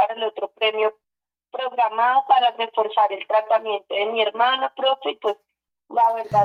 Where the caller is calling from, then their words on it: Chía, Cundinamarca, Colombia; estoy llamando desde Chía, Cundinamarca.